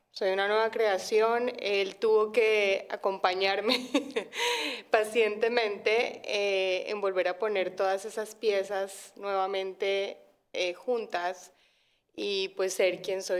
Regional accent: Bogotá, Colombia; Bueno, Katy, yo nací y crecí en Bogotá toda mi niñez y mi adolescencia.

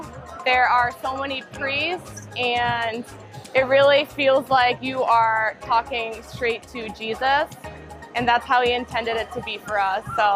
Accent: Rhode Island, United States; I am from Rhode Island in the United States.

